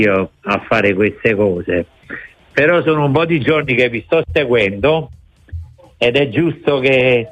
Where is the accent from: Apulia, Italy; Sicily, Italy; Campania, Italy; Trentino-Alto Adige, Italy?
Campania, Italy; Naples; now in Germany; Io sono originario dei quartieri spagnoli, okay. Però sono cresciuto anche a Secondigliano. Vivendo oggi in Germania